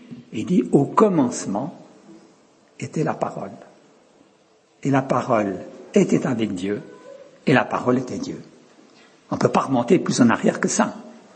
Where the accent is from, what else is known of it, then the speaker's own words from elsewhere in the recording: Lausanne, Vaud, Switzerland; Moi, je suis de Lausanne.